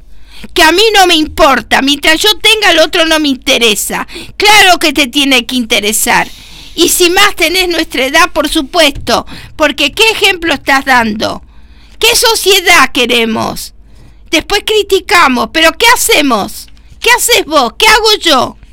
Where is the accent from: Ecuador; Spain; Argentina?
Argentina; Ay, yo también soy de Marabó.